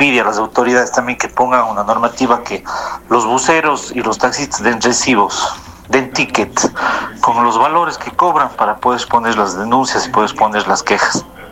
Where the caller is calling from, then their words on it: Cuenca, Azuay, Ecuador; Yo soy de Cuenca, pero tengo un negocio ahí y todos los días estoy en Gualaceo.